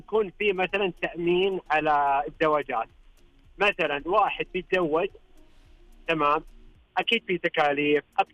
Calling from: Riyadh, Riyadh Province, Saudi Arabia

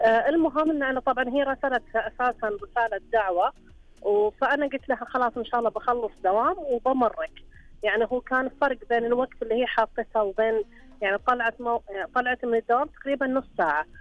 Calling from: Qatif, Eastern Province, Saudi Arabia; من القطيف.

